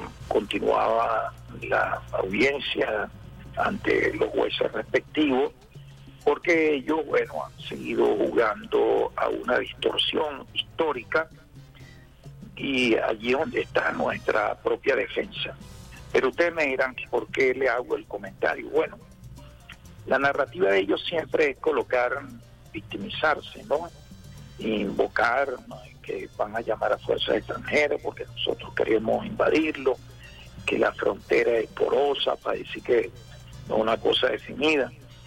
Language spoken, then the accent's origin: Spanish; Venezuela; nosotros somos esequibanos porque somos venezolanos